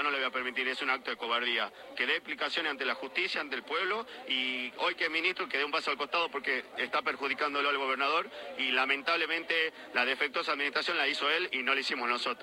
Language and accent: Spanish; Argentina; yo como persona, como ciudadano argentino, tengo mi vida privada